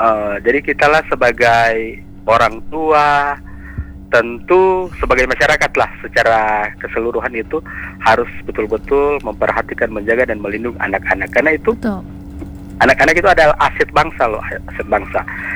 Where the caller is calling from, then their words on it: Manado, North Sulawesi, Indonesia; Mungkin itu aja dulu dari saya, dari Manado, Sulawesi Utara.